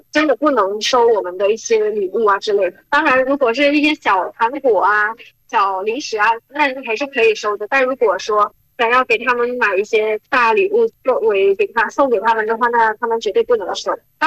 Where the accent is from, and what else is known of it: Cambodia; Chinese is a second language; now in China